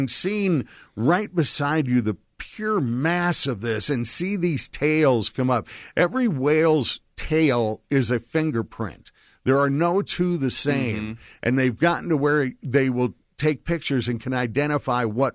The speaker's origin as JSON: {"language": "English", "region": "Minnesota", "country": "United States", "tie": "born or raised there", "also_born_or_lived": "North Dakota", "moved": "yes", "said": "I was raised in Minnesota, northern Minnesota, North Dakota on a river."}